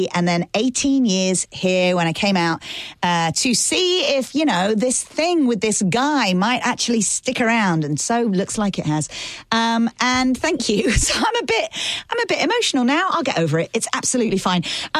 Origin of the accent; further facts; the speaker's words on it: Aylesbury, South East England, United Kingdom; moved away as an adult; also born or lived in London; now in Nashville, United States; That means I have now officially lived one third of my life right here in Nashville. 18 years growing up in my hometown of Aylesbury in Buckinghamshire. 18 years in and around London, where I did university and then worked at the BBC.